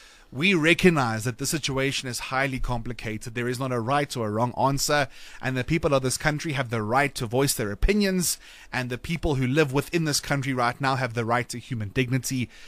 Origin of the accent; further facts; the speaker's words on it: South Africa; as a South African